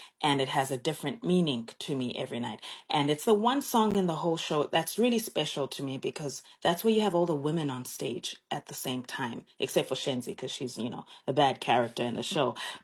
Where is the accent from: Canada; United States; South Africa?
South Africa; first language Xhosa; English is a second language; So I speak, my native language is Xhosa, the same language that was spoken by Nelson Mandela … …